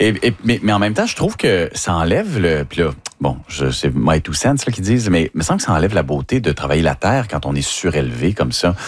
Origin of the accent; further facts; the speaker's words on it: Quebec, Canada; En tout cas, regarde, moi, je viens de Delbaume, Stassigny. Saguenay-Lac-Saint-Jean